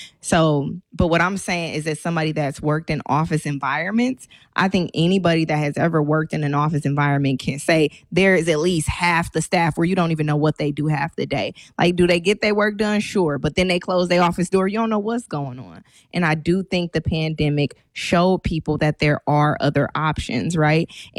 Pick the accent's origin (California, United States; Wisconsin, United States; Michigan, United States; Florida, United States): Wisconsin, United States; Milwaukee; When I came from the North Side